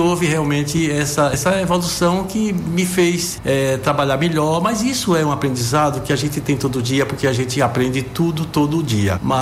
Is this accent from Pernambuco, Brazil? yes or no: no; Irará, Bahia, Brazil; born there; a nossa cultura regional da Bahia, aliás, do Irará, que começa tudo lá, né, onde eu nasci.